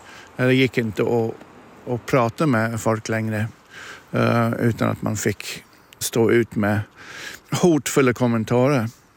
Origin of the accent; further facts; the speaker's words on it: England, United Kingdom; Swedish is a second language; now in Sweden; Jag är från England.